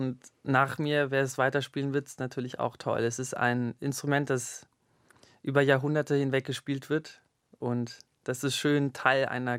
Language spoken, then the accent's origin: German; Singapore; Genau, ich bin in Singapur aufgewachsen, habe da auch 6 Jahre gelebt